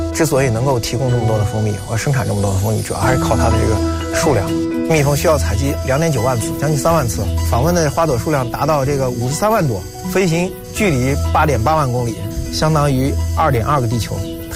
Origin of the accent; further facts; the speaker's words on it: China; 我们中国人